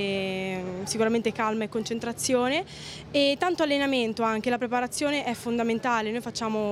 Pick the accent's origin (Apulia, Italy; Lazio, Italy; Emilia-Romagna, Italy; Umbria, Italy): Umbria, Italy; Spello; born there; ha aperto una scuola bocce nel mio paese